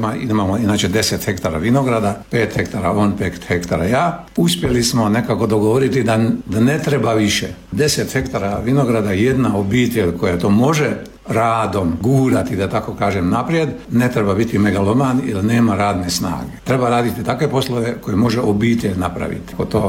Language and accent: Croatian; Croatia; kod nas u Hrvatskoj i Dalmaciji